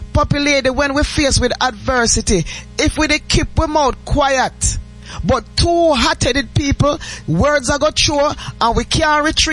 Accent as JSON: {"language": "English", "country": "Jamaica", "tie": "born or raised there", "said": "Growing up in Jamaica"}